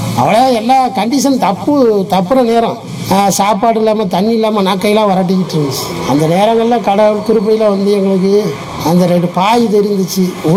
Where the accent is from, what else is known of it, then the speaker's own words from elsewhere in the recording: Chennai, Tamil Nadu, India; also born or lived in Pamban; நான் பிறந்தது பாம்பன் தான், ஆனால் வளர்ந்தது ஃபுல்லா சென்னை. சென்னையில் வளர்ந்தேன்.